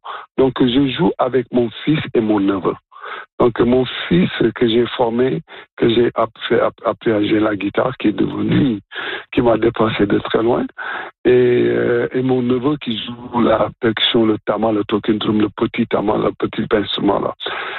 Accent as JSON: {"language": "French", "region": "Ontario", "country": "Canada", "said": "Et c'était, je suis vraiment content d'être comme citoyen franco-ontarien, vraiment."}